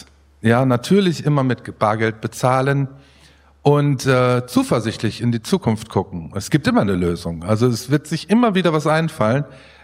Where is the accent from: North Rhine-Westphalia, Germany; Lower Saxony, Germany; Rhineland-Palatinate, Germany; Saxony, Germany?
North Rhine-Westphalia, Germany; Hagen; von 2004 bis 2009 lief das Projekt in Hagen, in meiner Heimatstadt.